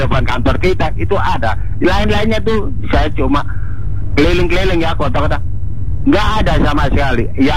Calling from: Mojokerto, East Java, Indonesia

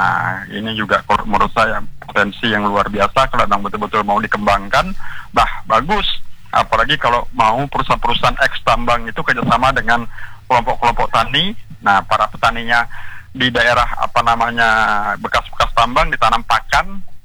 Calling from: East Kalimantan, Indonesia; kami di Kabupaten Kutai Barat ini

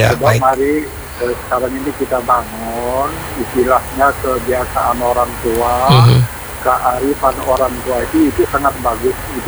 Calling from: West Nusa Tenggara, Indonesia; kita orang Sasak

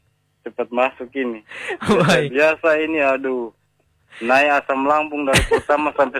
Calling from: Palu, Central Sulawesi, Indonesia; Orang Palu.

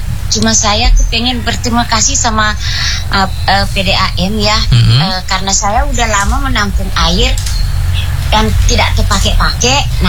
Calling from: Samarinda, East Kalimantan, Indonesia; sebagai warga Samarinda dan Kaltim pada khususnya.

